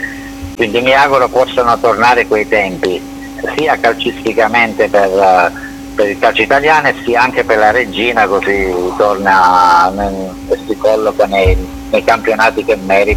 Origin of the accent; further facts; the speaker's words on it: Palizzi, Calabria, Italy; moved away; anche se parti da un piccolo paese, sono di Palizzi